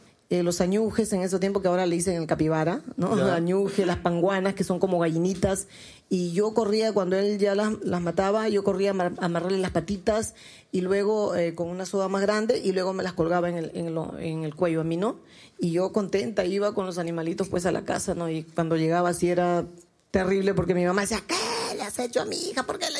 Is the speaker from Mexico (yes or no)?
no; Puerto Maldonado, Madre de Dios, Peru; moved away; Puerto Maldonado, te extraño, mi tierra.